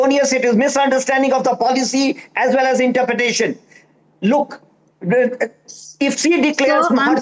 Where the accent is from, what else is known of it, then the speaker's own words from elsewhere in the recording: Bihar, India; first language Magahi; English is a second language; That means my first language is Maghi, second language is Hindi, and third language I will study as English because I'm a Maghi speaker.